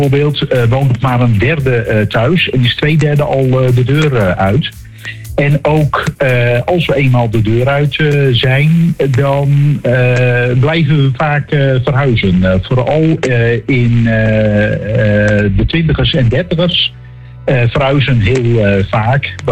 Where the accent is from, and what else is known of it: Netherlands